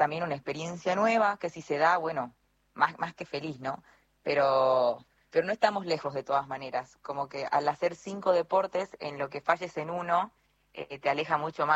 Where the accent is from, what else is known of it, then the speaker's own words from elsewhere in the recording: Salta, Argentina; now in Buenos Aires, Argentina; De Salta, Salta Capital.